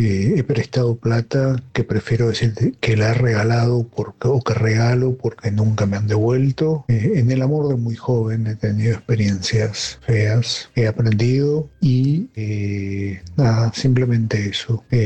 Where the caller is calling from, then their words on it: Buenos Aires, Argentina; de Belgrano.